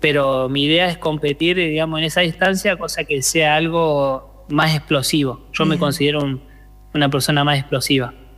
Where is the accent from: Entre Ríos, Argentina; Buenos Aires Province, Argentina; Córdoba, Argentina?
Córdoba, Argentina; Mina Clavero